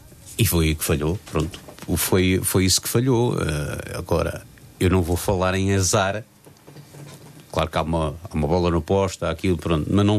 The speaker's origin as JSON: {"language": "Portuguese", "town": "Torres Vedras", "region": "Lisbon", "country": "Portugal", "tie": "born or raised there", "said": "o Torriense é a equipa da minha terra natal"}